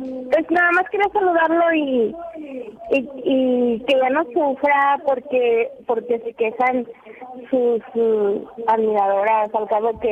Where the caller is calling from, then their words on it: Monterrey, Nuevo León, Mexico; las que somos de Monterrey, las que no somos de aquí.